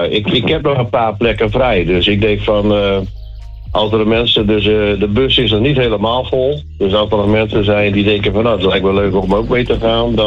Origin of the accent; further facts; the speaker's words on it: Middelstum, Groningen, Netherlands; Ja, ik kom van Middelstem.